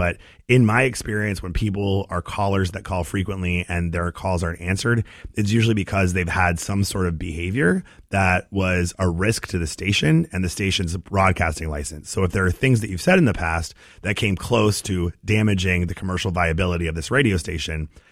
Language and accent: English; United States; also born or lived in Gorham (attended Gorham High School)